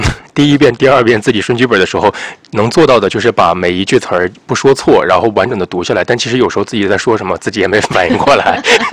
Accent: Northeast China, China; 我老家是东北的。

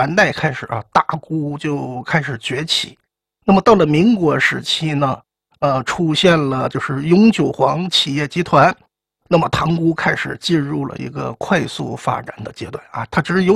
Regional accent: Tianjin, China; 所以我们天津人还是有胸襟的。

